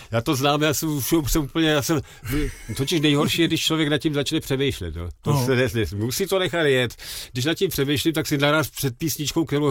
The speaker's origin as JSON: {"language": "Czech", "town": "Karlovy Vary", "region": "Karlovy Vary Region", "country": "Czechia", "tie": "born or raised there", "also_born_or_lived": "Velké Losiny", "accent": "Karlovy Vary"}